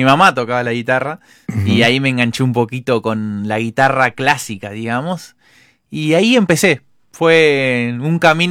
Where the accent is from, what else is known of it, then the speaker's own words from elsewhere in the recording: Castelar, Buenos Aires Province, Argentina; also born or lived in Haedo; el oeste, pero a los 4 años ya estaba viviendo en Castelar. Así que fui ahí al colegio, secundaria, todo.